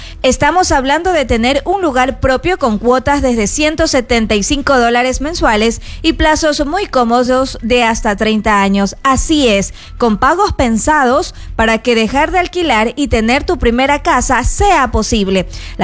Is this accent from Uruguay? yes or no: no; Ecuador; como ciudadanos, como ecuatorianos